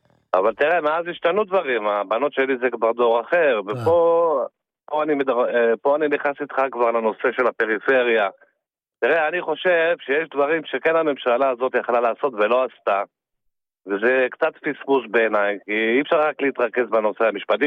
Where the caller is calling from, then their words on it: Tel Aviv, Tel Aviv District, Israel; מדרום תל אביב, דיברנו כמה פעמים. אני, תראה, אני, הדור שלי, אני אמרתי לך, אני גדלתי בשנות ה-80, אני למדתי באוהל יעקב